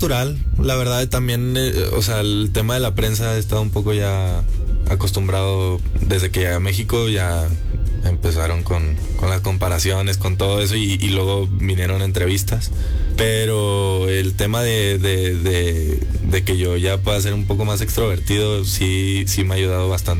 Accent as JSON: {"language": "Spanish", "town": "Madrid", "region": "Community of Madrid", "country": "Spain", "tie": "born or raised there", "also_born_or_lived": "United States", "moved": "yes", "said": "Y sí, bueno, yo crecí en Madrid con mi mamá y ella me ponía mucho, me acuerdo … me ponía mucho rock."}